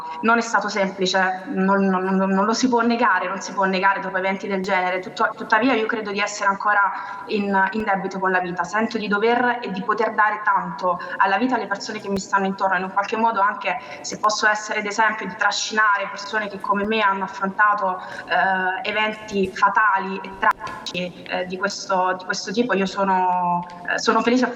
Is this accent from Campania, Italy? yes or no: yes; Naples, Campania, Italy; Io sono di Napoli, ho 26 anni